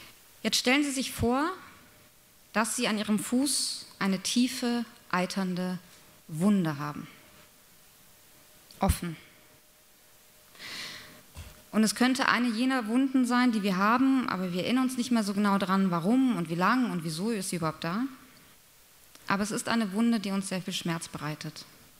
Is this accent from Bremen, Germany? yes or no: no; Baden-Württemberg, Germany; Ich besuchte im Juli meine Heimatstadt. Ich komme aus einem kleinen schwäbischen Städtchen.